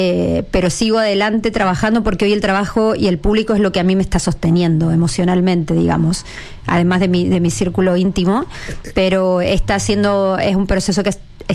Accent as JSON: {"language": "Spanish", "country": "Argentina", "moved": "yes", "lives_now": "Chile", "said": "cuando yo voy al extranjero y me preguntan de qué país soy, yo digo que yo soy chilena, no digo que soy argentina"}